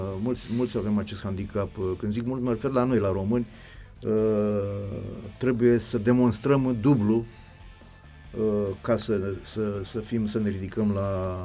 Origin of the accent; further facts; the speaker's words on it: Algeria; Eu am copilărit mulți ani, am copilărit în Algeria.